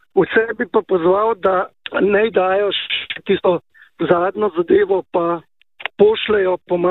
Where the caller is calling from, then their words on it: Notranje Gorice, Central Slovenia, Slovenia; iz Notranjih Goric